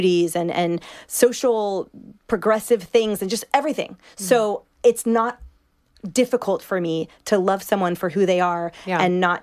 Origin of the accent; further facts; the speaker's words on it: West Coast, United States; because we're from the West Coast, and in no way am I belittling or generalizing people who aren't